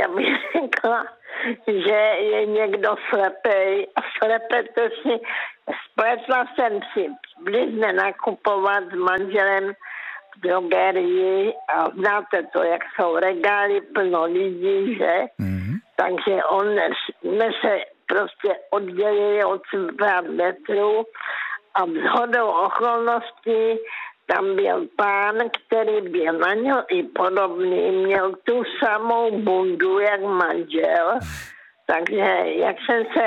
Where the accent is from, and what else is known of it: Karolinka, Zlín Region, Czechia